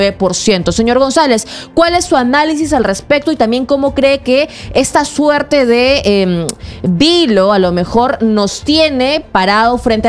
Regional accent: Peru

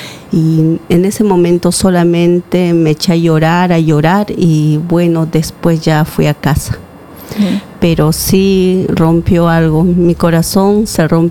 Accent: Pasco, Peru; moved away as an adult; now in Lima, Peru

